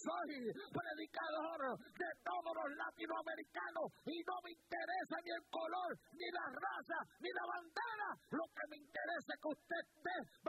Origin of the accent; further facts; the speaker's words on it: New York, United States; Yo no soy judío. Yo soy puertorriqueño del Bronx, Nueva York.